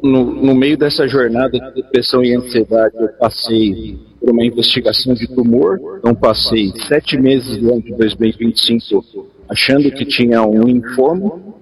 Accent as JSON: {"language": "Portuguese", "country": "Brazil", "said": "Eu, como bom brasileiro curioso"}